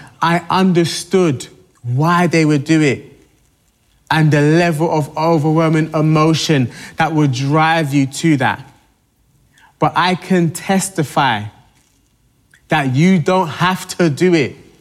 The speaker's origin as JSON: {"language": "English", "country": "Nigeria", "said": "I'm Nigerian."}